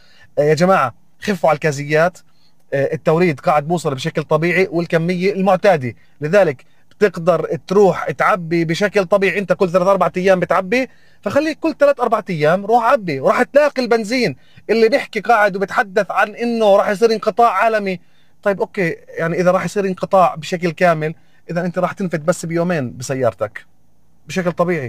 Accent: West Bank, Palestine

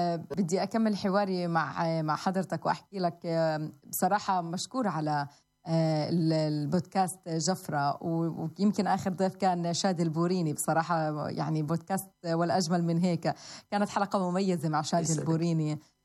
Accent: Palestine; حياتنا كفلسطينيين.

